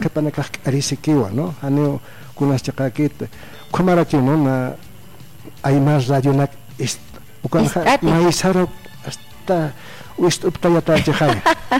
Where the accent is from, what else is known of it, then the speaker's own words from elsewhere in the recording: Bolivia; porque todos somos bolivianos, todos